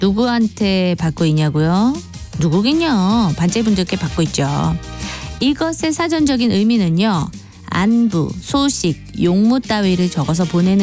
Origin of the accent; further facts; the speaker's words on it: Gimhae, South Gyeongsang, South Korea; now in Seoul, South Korea; 저는 고향이 김해인데요. 서울에 올라와서 18번, 19번 정도 이사를 했거든요.